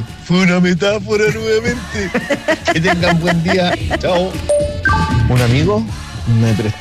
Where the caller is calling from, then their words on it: Maipú, Santiago Metropolitan Region, Chile; de Maipú.